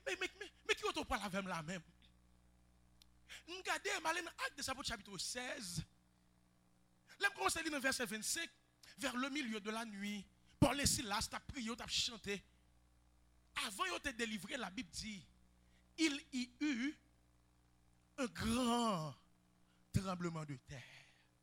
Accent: Haiti; En tant qu'haïtien, en tant que pasteur haïtien

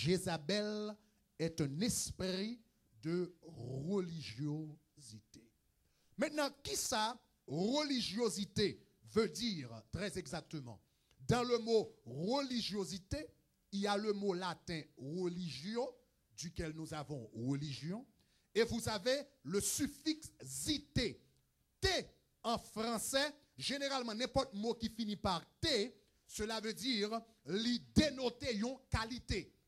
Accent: Haiti; moi, avant, en tant qu'Haïtien, je dis, nous venons qu'on est sous le nom d'Ezuli

